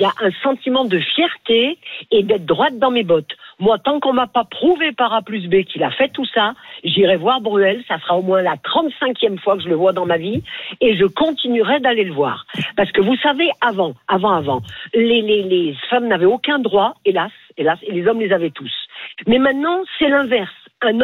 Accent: Lyon, Auvergne-Rhône-Alpes, France; now in Ain, France; chez moi, la LDLC Arena à Lyon, parce que j'habite dans l'Ain, mais je suis lyonnaise.

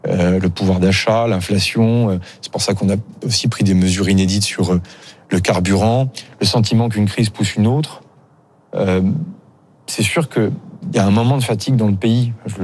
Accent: Vernon, Normandy, France; je suis dans la ville dans laquelle je suis élu, dans laquelle j'ai grandi, à Vernon, dans l'Eure.

